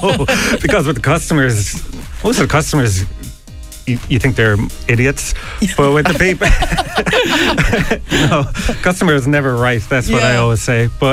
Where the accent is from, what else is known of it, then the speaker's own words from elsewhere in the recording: Tralee, Munster, Ireland; born there; moved away; I'm from Kerry.